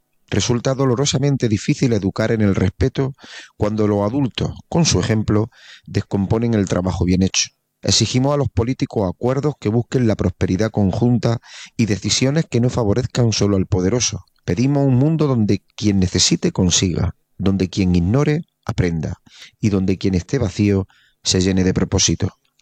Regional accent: Andalusia, Spain; recordar el lema que nos define como andaluces, sea por Andalucía Libre, España y la humanidad.

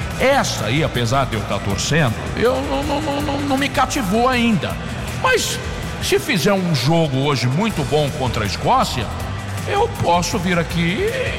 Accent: Brazil; Nós somos brasileiros

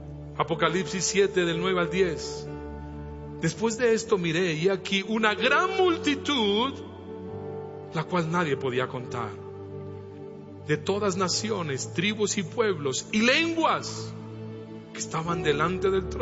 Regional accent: Colombia; Tú y yo como colombianos la podemos provocar.

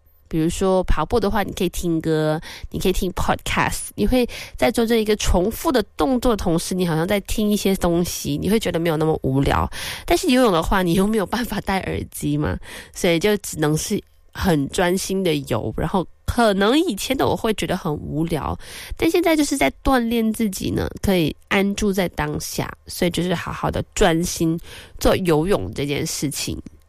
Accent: Kuala Lumpur, Malaysia; 作为吉隆坡人，在这边生于斯长于斯啊

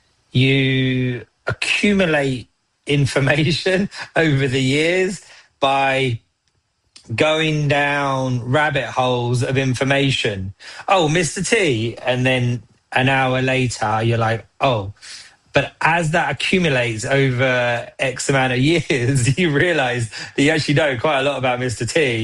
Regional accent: London, United Kingdom; moved away; It was at a time where there were only a few channels in London, where I'm from.

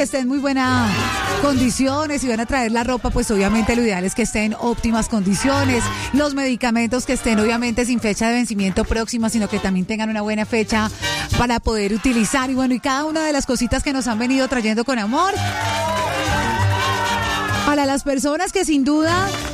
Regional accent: Colombia; Porque esos somos los colombianos, echado para adelante.

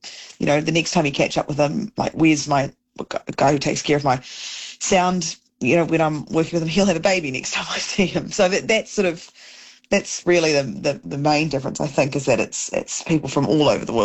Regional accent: New Zealand; I'm not the only Kiwi.

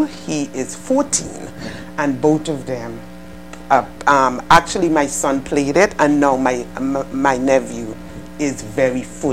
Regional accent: Glanville's, Saint Philip, Antigua & Barbuda; now in Maryland, United States; I grew up in Glanville's Village. And I now reside in Maryland.

